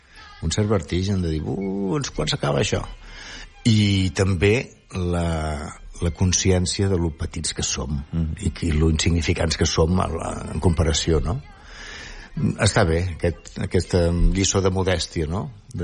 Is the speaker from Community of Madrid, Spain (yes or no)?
no; Catalonia, Spain; com a catalans independentistes